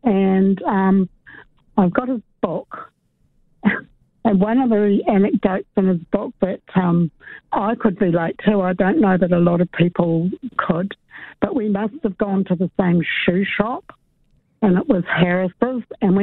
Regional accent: Dunedin, Otago, New Zealand; I've never met Sam, but I'm actually I'm from Dunedin, and Sam grew up here.

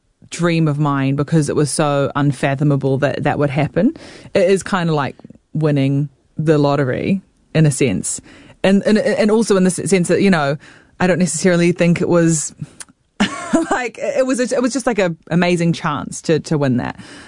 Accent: New Zealand; moved away; still am a Kiwi novelty.

